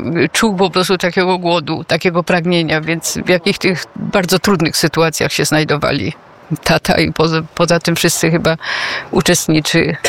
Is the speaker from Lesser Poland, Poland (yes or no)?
no; Silesian Voivodeship, Poland; my ze Śląska Cieszyńskiego pochodzimy